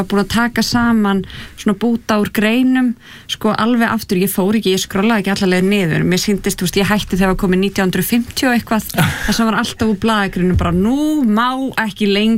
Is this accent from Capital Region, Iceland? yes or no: yes; Hafnarfjörður, Capital Region, Iceland; við erum hvoru úr Hafnarfirði